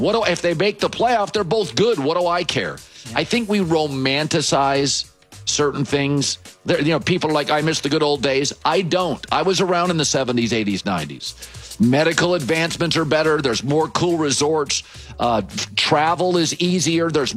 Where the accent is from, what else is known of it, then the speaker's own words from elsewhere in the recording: West Coast, United States; I grew up in the West Coast. So I grew up as a Pac-12 fan.